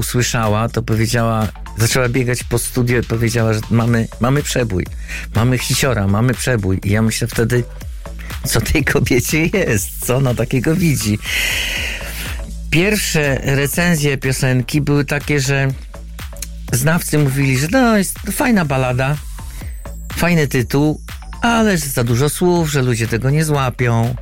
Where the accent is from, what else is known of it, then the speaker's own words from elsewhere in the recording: Węgorzewo, Warmian-Masurian Voivodeship, Poland; born there; bo ja się urodziłem w ogóle w Węgorzewie, miałem tam sporo też znajomych